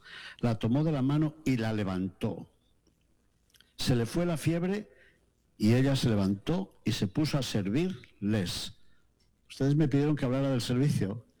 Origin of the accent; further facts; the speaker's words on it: Spain; now in Mexico; yo soy español y colaboro con esta estación desde hace 4 años